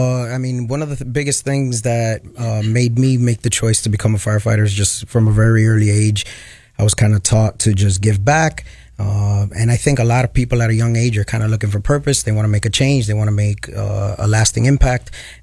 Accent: Rochester, New York, United States; born there; we moved to Rochester, New York in 1995. I was 10 years old, moved up here from New York City.

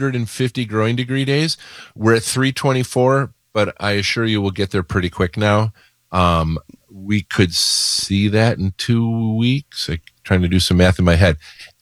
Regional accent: Mukwonago, Wisconsin, United States; I grew up in Mequonago, and we're the Mequonago Indians

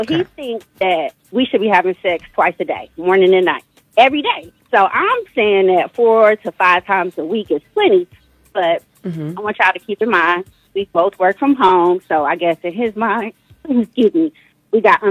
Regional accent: Detroit, Michigan, United States; now in Washington, United States; But, yeah, I'm from Detroit, but I live in the DMV area.

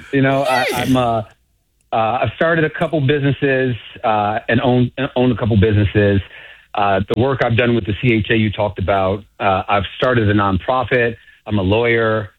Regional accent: Chicago, Illinois, United States; I'm a kid from the South Side.

